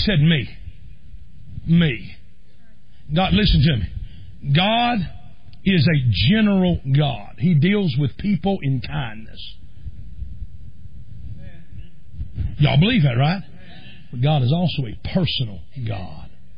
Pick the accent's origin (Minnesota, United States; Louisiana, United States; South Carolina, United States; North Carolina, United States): South Carolina, United States; I'm from South Carolina.